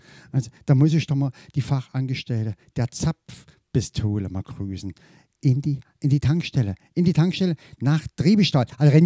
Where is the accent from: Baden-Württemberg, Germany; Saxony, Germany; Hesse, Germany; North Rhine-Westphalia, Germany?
Saxony, Germany; Ich komme nämlich aus Sachsen.